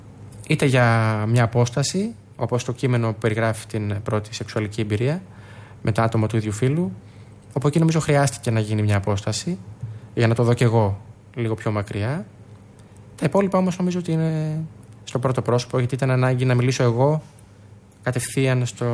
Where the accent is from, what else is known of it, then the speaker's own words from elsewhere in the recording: Andros, South Aegean, Greece; το νησί μου, από την Άνδρο